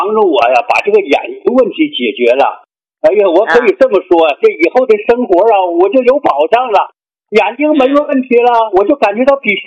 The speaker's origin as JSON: {"language": "Chinese", "region": "Hebei", "country": "China", "said": "我是河北的。"}